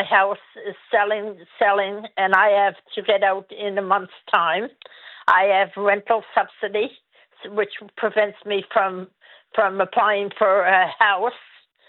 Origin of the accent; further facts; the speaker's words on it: Ontario, Canada; the reason why I was treated the way I was treated is because I came from Ontario